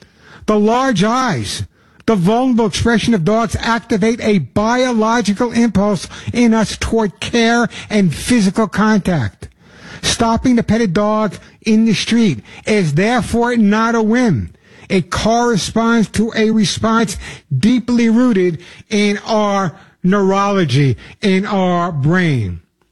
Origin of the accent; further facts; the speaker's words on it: New York, United States; I know I lost my accent. I know it's hard to tell I'm from New York, but I am Long Island.